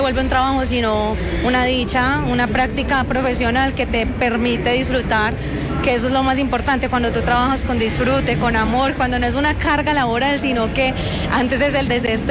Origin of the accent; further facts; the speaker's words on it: Caloto, Cauca, Colombia; now in Medellín, Colombia; También estoy llevando muchas personas a mi pueblo natal, a Caloto, Cauca.